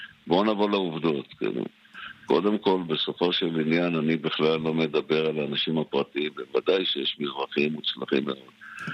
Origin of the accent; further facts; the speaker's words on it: Jerusalem, Jerusalem District, Israel; אני ירושלמי